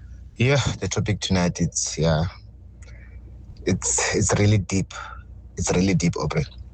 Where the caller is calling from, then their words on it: South Africa; I think I'll start with us as South African.